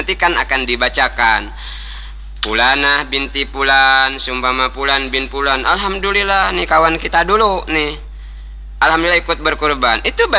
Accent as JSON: {"language": "Indonesian", "region": "Bangka Belitung Islands", "country": "Indonesia", "said": "Nah ini kan gak ngam, kata kita orang Bangka."}